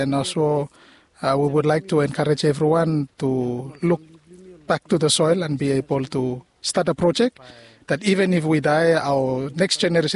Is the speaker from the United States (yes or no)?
no; Vanualava, Torba, Vanuatu; Okay, I'm from Vanualava